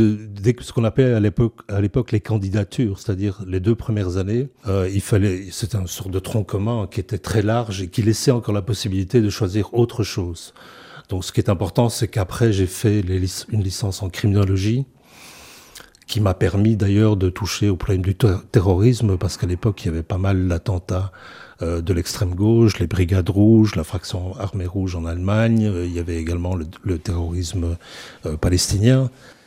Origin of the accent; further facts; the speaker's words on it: Ohain, Wallonia, Belgium; J'ai grandi dans le Brabant wallon, dans un village qui s'appelait Owain, qui a été rattaché à la commune de Lannes maintenant.